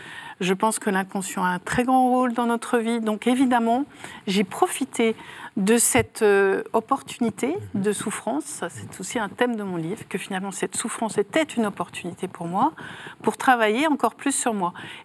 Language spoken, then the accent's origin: French; Nancy, Grand Est, France; toute cette société bourgeoise qui, à Nancy, ma ville natale, qui prétendait être catholique